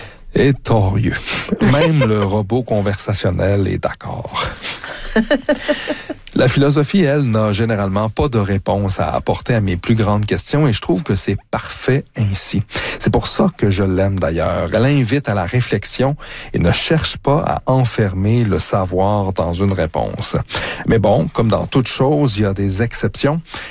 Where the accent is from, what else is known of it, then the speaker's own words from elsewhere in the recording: Quebec, Canada; Faut dire que j'ai grandi dans le Québec des années 80 et en tant que garçon, danser c'était pour les efféminés